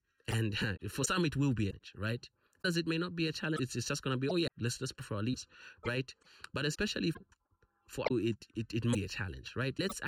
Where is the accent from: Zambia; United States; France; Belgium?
Zambia; growing up in Zambia and Africa